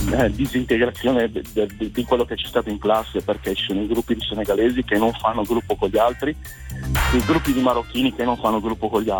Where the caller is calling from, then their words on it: Pombia, Piedmont, Italy; Chiamo dalla provincia di Novara, paese che si chiama Pombia.